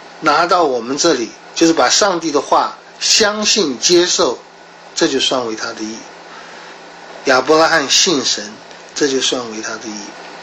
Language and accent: Chinese; China